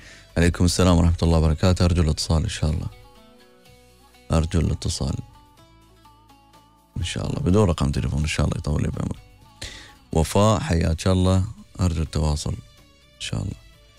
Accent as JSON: {"language": "Arabic", "region": "Abu Dhabi", "country": "United Arab Emirates", "said": "أنا مواطنة من أبوظبي، عندي 4 أبناء ما شاء الله"}